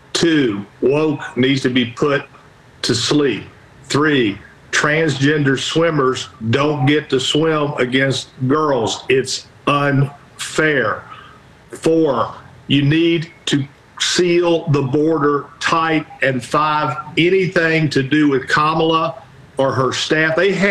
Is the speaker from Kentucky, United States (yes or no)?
yes; Kentucky, United States; I'm from Kentucky, and that dog won't hunt no matter how many billions.